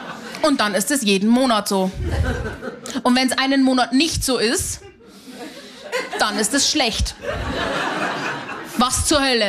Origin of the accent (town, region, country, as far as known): Haunersdorf, Bavaria, Germany